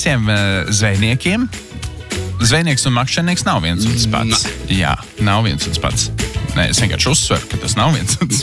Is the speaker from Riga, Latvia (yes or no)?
no; Cēsis, Cēsis Municipality, Latvia; born there; Man bija draugs Pēters, bērnībā Cēsīs